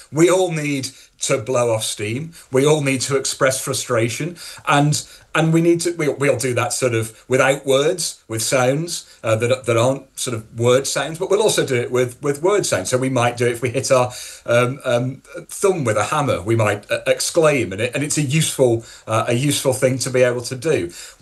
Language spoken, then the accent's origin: English; the north of England, United Kingdom; accent: northern; in my accent, which is a northern accent, I have the same vowel